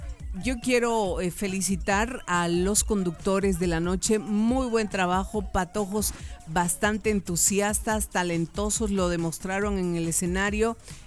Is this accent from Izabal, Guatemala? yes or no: no; Alta Verapaz, Guatemala; yo como alta verapacense obviamente cuido a mi terruño.